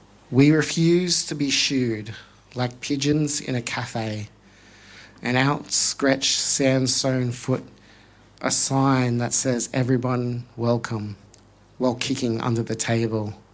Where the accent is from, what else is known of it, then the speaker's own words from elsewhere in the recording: New South Wales, Australia; My family is originally from Mudgee, New South Wales, but I grew up on Darkinjung country on the New South Wales Central Coast.